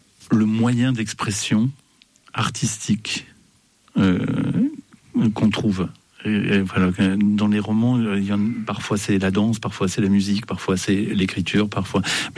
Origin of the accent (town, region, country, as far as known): Grand Est, France; born or raised there